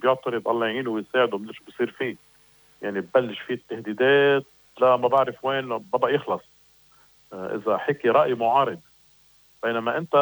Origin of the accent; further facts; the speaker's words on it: Lebanon; نحن اللبنانيين